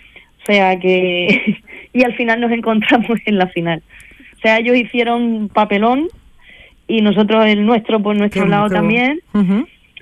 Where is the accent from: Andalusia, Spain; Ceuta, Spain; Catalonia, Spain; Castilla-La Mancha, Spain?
Andalusia, Spain; La Línea de la Concepción